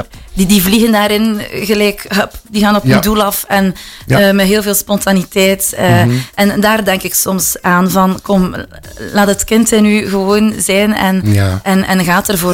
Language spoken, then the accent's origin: Dutch; West Flanders, Belgium; now in Deinze, Belgium; Ik woon in Deense. Ik ben afkomstig van West-Vlaanderen. De mensen kunnen dat misschien een beetje horen.